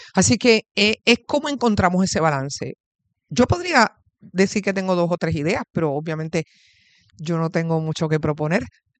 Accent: Bayamón, Puerto Rico; sí, mi mamá está en Luquillo y yo me crié en Bayamón.

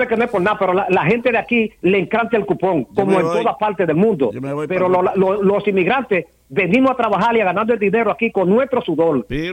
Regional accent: Dominican Republic; moved away

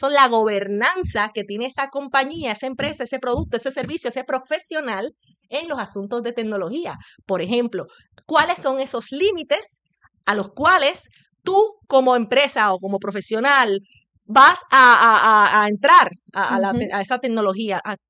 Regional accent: Dominican Republic; moved away as an adult; now in Puerto Rico; yo soy natural de la República Dominicana y allí hice mis estudios superiores, vale, high school, pues la universidad me trajo a Puerto Rico.

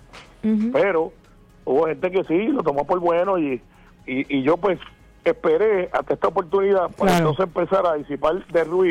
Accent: Puerto Rico; al igual que muchos puertorriqueños, yo escogí el partido del que yo milito.

